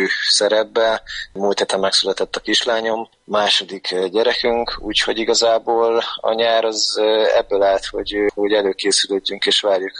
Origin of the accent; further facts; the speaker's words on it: Veszprém, Veszprém County, Hungary; mivel veszprémi srác vagyok, ott ugye a kézilabda erős